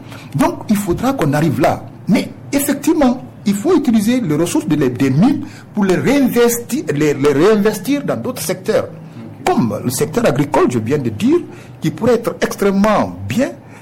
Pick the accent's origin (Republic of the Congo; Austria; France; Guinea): Guinea; je suis guinéen.